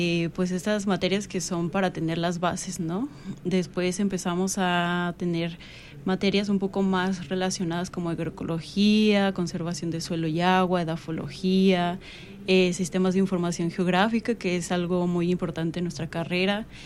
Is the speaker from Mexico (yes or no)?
yes; Guadalajara, Jalisco, Mexico; Soy originaria de Guadalajara